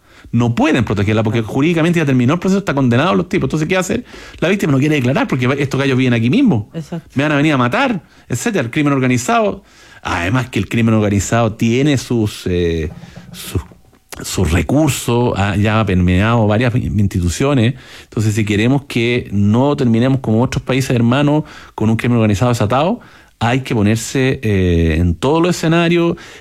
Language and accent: Spanish; Chile; aquí somos estúpidos los chilenos